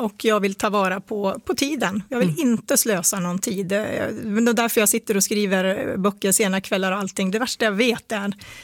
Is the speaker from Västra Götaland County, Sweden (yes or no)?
no; Östersund, Jämtland County, Sweden; Jag är norrlänning. Ja. Jag är född i Östersund.